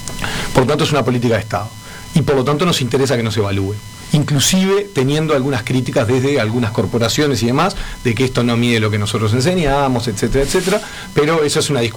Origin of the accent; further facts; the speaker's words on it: Uruguay; estemos como uruguayos enganchados en temas educativos